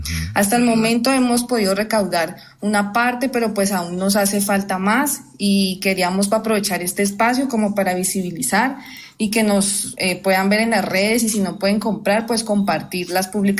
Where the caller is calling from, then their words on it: Cali, Valle del Cauca, Colombia; Desde Cali